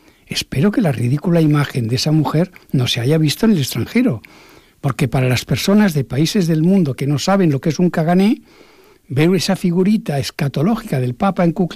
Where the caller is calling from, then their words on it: Barcelona, Catalonia, Spain; yo soy catalán, soc de Barcelona